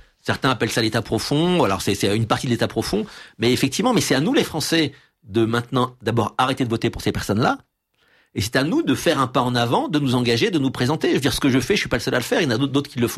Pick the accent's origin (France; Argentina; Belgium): France; en tant que français de l'étranger, vous allez voir une banque française